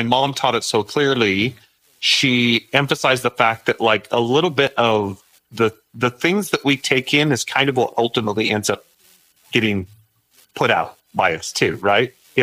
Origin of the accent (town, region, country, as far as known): Idaho, United States; born or raised there